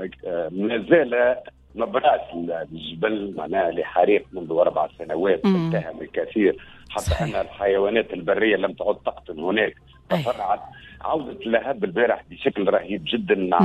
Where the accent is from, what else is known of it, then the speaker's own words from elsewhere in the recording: Tunisia; وهذا ما يثلج صدورنا كتونسيين